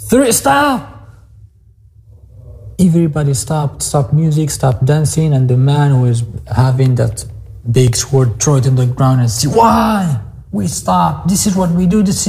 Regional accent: Morocco; English is a second language

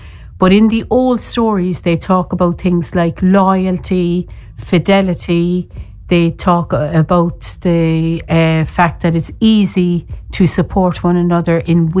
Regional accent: Cork, Munster, Ireland; I am the storyteller from Cork. And in Cork today we are nursing the broken hearts.

